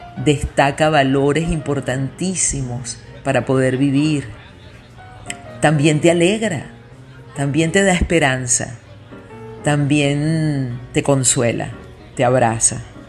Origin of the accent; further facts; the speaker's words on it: Venezuela; mi pueblo, de mi gente de Venezuela.